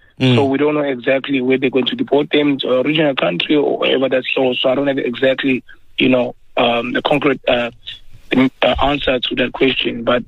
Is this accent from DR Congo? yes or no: yes; DR Congo; To be quite honest with you, we have no choice, because I'm from Congo, the country where I come from. There's war.